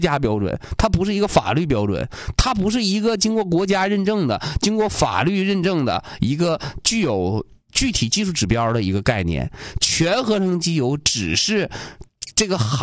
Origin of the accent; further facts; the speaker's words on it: Jilin, China; 我作为吉林人，